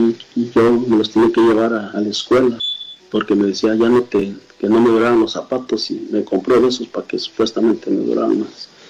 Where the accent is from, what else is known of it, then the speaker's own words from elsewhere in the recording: Valtierrilla, Guanajuato, Mexico; now in Houston, United States; Soy originario de Valtierrilla, Guanajuato, pero estoy viviendo aquí en Houston, Texas, de la comunidad de Houston, Texas.